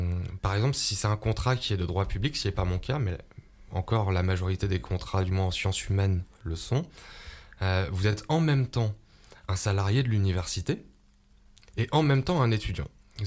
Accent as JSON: {"language": "French", "town": "Aubenas", "region": "Auvergne-Rhône-Alpes", "country": "France", "tie": "born or raised there", "said": "Moi, je suis né ici. Hein. Je suis un pur produit albenacien. Je suis né à l'hôpital, à la clinique d'Aubenas. Même pas à l'hôpital, non, à la clinique d'Aubenas."}